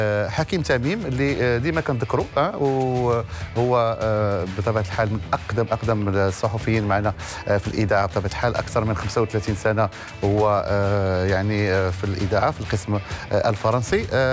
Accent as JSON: {"language": "Arabic", "town": "Casablanca", "region": "Casablanca-Settat", "country": "Morocco", "tie": "born or raised there", "said": "وهو ابن مدينة الدار البيضاء وأنا ابن مدينة الدار البيضاء، وكل المدن المغربية الكل مولوع بالكرة، الكل كيعشق الكرة في المغرب."}